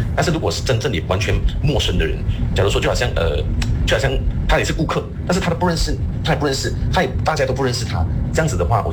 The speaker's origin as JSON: {"language": "Chinese", "region": "Malacca", "country": "Malaysia", "said": "我是来自马六甲的"}